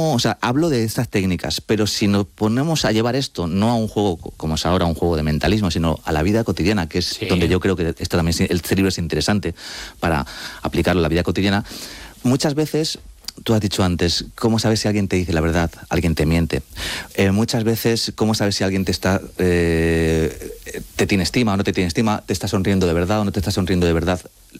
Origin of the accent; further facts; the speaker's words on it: Madrid, Community of Madrid, Spain; te he dicho ya que soy madrileño